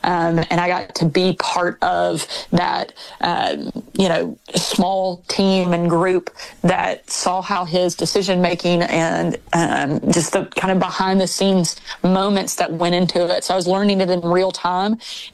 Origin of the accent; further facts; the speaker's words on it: Arkansas, United States; I was born and raised in Arkansas. I love this state. This is home for us.